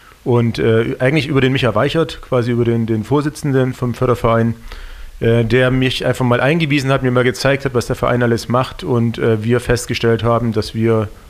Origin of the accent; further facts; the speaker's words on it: Leipzig, Saxony, Germany; als gebürtiger Leipziger vollkommen normal.